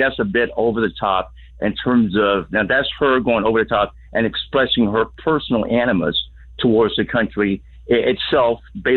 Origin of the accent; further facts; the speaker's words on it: the South, United States; now in San Diego, United States; I say this to you as a 64-year-old black man from the South